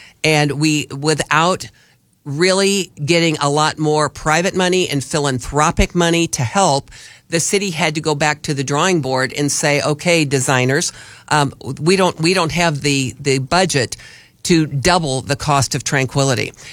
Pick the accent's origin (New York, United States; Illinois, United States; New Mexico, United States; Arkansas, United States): Illinois, United States; Wood River; moved away; I grew up in Wood River, Illinois, which is right there along where the Mississippi River is, and the Missouri River too.